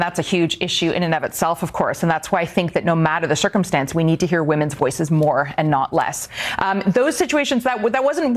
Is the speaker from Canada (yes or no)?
yes; Canada; moved away as an adult; now in Iceland; I grew up in Canada